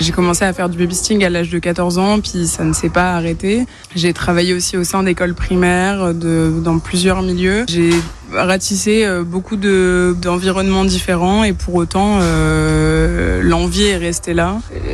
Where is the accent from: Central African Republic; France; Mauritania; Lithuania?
France; Nancy, Grand Est; moved away as an adult; now in Nice, France; Je me suis retrouvée ici pour poursuivre mes études, pour devenir institutrice. Je viens de Nancy.